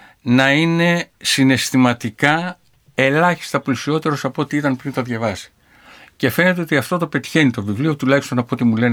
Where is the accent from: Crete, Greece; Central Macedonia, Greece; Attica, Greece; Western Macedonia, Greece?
Attica, Greece; Tavros; born there; από εκεί που γεννήθηκα, από τον Ταύρο, από την παραγωγητονιά του Ταύρου, που γεννήθηκα μέσα σε μια παράγκα